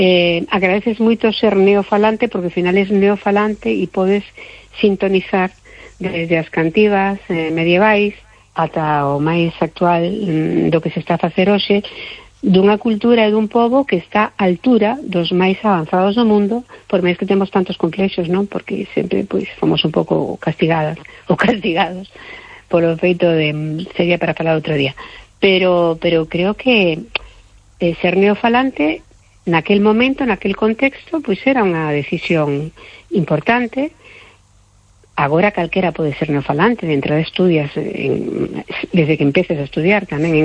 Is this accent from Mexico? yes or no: no; Cuba; Galician is a second language; now in Spain; eu por exemplo tamén son neofalante. Cando cheguei de Cuba non falaba para nada, casi non falaba español, falaba cubano, pero empecé a falar galego